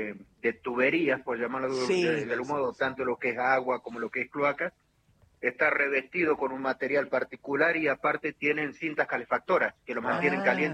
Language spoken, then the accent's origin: Spanish; Trelew, Chubut, Argentina; De Trelew, Chubut, sí.